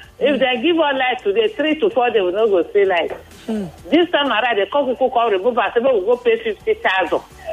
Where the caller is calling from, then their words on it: Ikorodu, Lagos, Nigeria; I'll complain from Ijede Ikurudu.